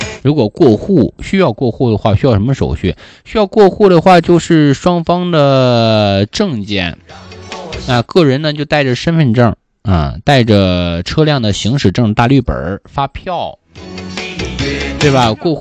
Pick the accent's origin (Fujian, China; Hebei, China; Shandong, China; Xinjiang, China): Shandong, China; Jining; born or raised there; moved away